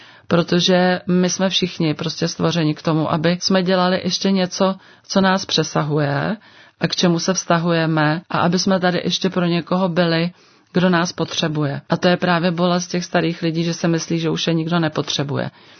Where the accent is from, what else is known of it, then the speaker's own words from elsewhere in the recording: Plzeň, Plzeň Region, Czechia; já pocházím z Plzně